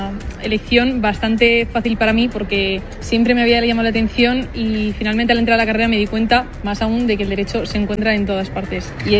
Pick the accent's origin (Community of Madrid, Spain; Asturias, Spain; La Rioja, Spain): La Rioja, Spain; Logroño; Entonces, tenerla aquí en Logroño, de donde soy, pues era perfecto.